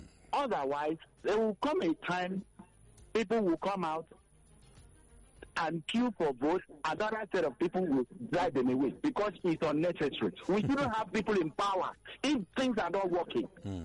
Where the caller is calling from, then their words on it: Lagos, Nigeria; I'm calling from Lagos.